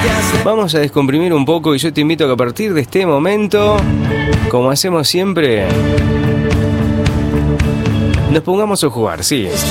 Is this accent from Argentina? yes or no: yes; Argentina; como buen argento, como buenos argentinos